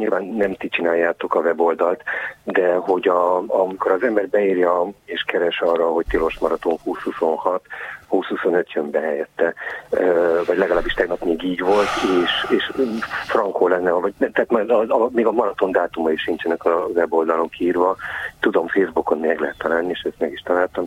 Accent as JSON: {"language": "Hungarian", "country": "Hungary", "moved": "yes", "lives_now": "Germany", "said": "én magyar vagyok"}